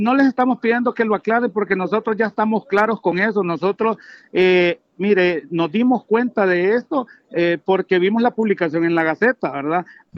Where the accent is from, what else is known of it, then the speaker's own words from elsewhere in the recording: Honduras; yo soy nacionalista, pero antes de ser nacionalista soy hondureño